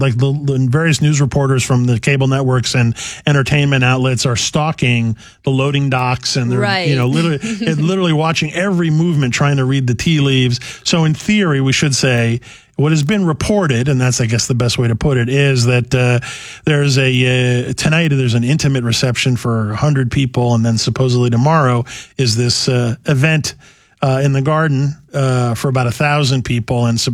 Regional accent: New York City, New York, United States; I'm a native New Yorker. I grew up, my dad was from Brooklyn. I spent a lot of time growing up in Manhattan.

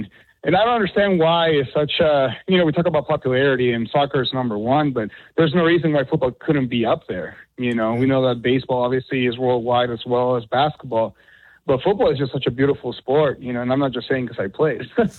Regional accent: Cancún, Quintana Roo, Mexico; moved away; it was something that I grew up with in Cancun.

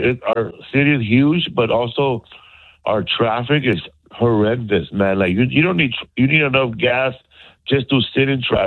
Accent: Los Angeles, California, United States; Yes, I grew up in Boyle Heights, the East Los Angeles. I grew up in a gated community. The window was gated. The back door was gated.

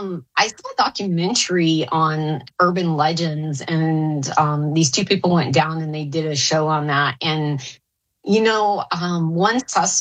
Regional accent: Arkansas, United States; born or raised there; also born or lived in Texas

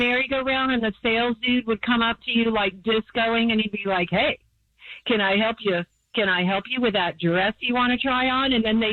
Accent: Atlanta, Georgia, United States; now in Los Angeles, United States; Okay, I'm not from here, but I grew up in Atlanta

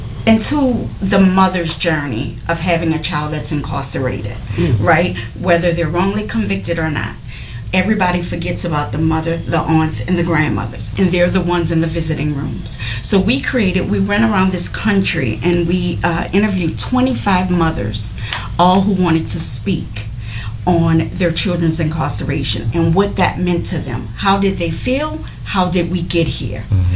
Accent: New Orleans, Louisiana, United States; We hail from New Orleans, Louisiana. … I do have ties in Chicago. I have family here.

